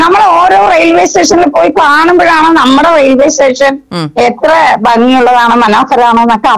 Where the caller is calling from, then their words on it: Peruvemba, Kerala, India; Peruvamba.